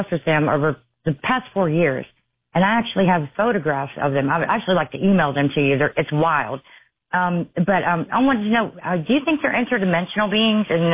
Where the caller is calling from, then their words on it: Tennessee, United States; I live on like 60 acres in the middle of Appalachian Mountains in East Tennessee